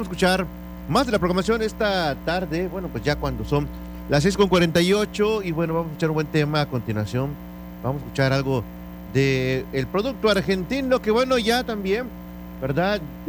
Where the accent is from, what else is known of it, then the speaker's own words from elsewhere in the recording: Mexico; somos bien mexicanos